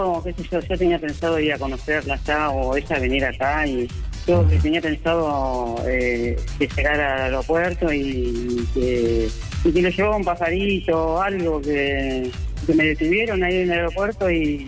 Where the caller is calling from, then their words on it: Lomas de Zamora, Buenos Aires Province, Argentina; Soy de acá, de Puente La Noria, Argentina, Loma de Zamora.